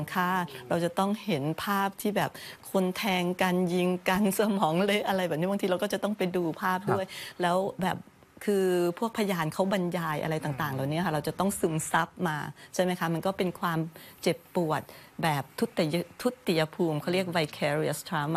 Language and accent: Thai; Isan, Thailand; คนอีสานนี่แหละคนอีสานบ้านเฮานี่แหละ